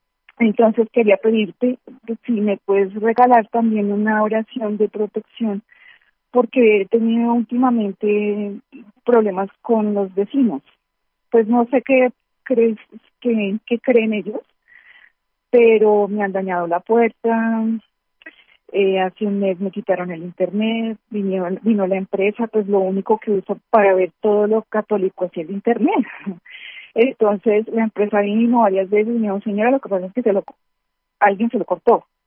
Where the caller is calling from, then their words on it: Colombia; vivo en Colombia, en un lugar muy cerca donde no ha parado de temblar.